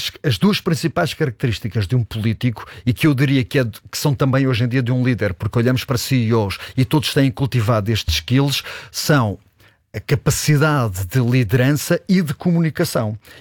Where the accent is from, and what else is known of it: Alentejo, Portugal; moved away as an adult; now in Lisbon, Portugal